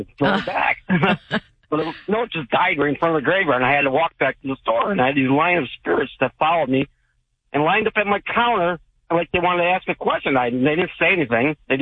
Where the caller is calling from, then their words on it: Maui, Hawaii, United States; I'm from Maui, Hawaii.